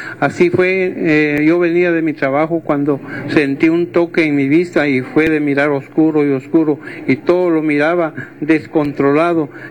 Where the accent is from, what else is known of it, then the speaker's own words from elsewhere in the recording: La Libertad, Huehuetenango, Guatemala; Pues yo vengo de la aldea Palmira Nueva, La Libertad, Huehuetenango. De ahí salí hoy en la mañana